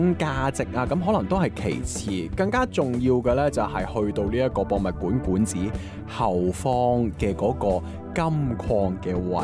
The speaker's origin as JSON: {"language": "Cantonese", "region": "Guangdong", "country": "China", "said": "它更加有少少像我們廣東人平時吃的那些碗仔翅呢、"}